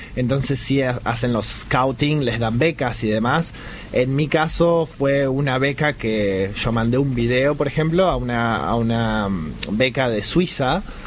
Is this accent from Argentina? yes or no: yes; Argentina; moved away; siendo argentinos, y trayendo eso de vuelta hacia acá.